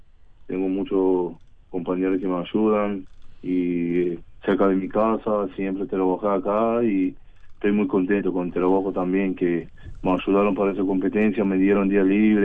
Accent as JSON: {"language": "Spanish", "country": "Iran", "first_language": "Persian", "second_language": "Spanish", "moved": "yes", "lives_now": "Uruguay", "said": "pero no me sirvió mucho porque en mi país todos hablaban persa y yo claro, tenía que practicar y hablar con gente de español"}